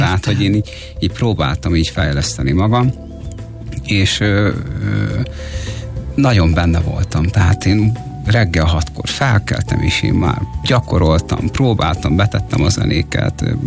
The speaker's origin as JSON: {"language": "Hungarian", "town": "Endrefalva", "region": "Nógrád", "country": "Hungary", "tie": "born or raised there", "also_born_or_lived": "Salgótarján", "said": "Én Salgótarjánban születtem. Salgótarján mellett nevelkedtem egyébként Endrefalván."}